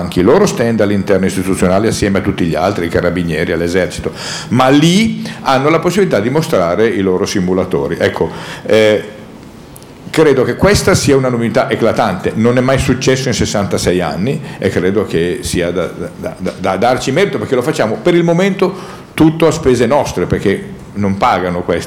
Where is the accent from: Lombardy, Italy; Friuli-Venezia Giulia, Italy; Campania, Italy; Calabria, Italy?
Lombardy, Italy; avuto la possibilità, tipo da Lombardo, ho avuto la possibilità di fare una cosa che un ligure, un genovese non avrebbe mai fatto.